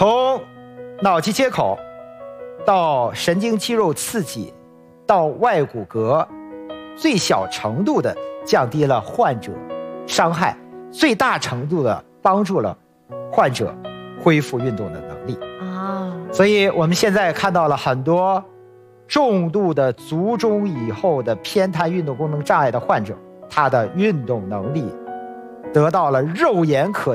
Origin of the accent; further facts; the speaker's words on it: Yantai, Shandong, China; 我来自烟台，一个海边的城市。我小时候特别喜欢坐在海边看大海。